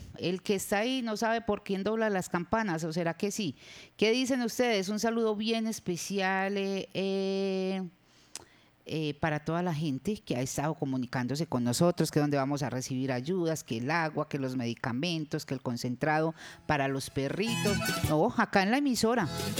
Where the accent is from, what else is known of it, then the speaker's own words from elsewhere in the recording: Colombia; somos el tricolor colombiano